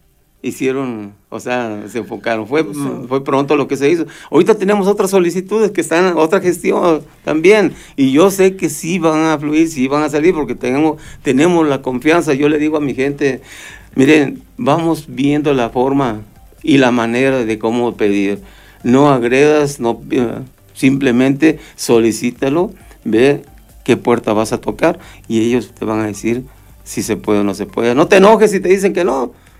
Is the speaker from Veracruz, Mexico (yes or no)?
yes; Amatitlán, Veracruz, Mexico; No es nada más Amatitlán, ¿eh? Pero yo me tengo que especificar en mi comunidad, en mi pueblo.